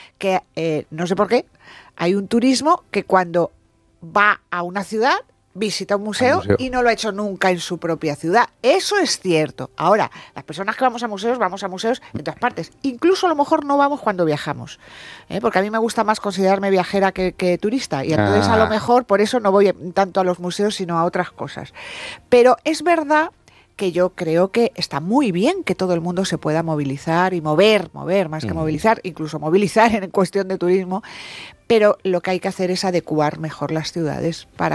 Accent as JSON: {"language": "Spanish", "town": "Madrid", "region": "Community of Madrid", "country": "Spain", "said": "Entre Carolina, a ver, yo soy de Madrid, pero amo Santiago de Compostela. Voy todos los años un par de veces y..."}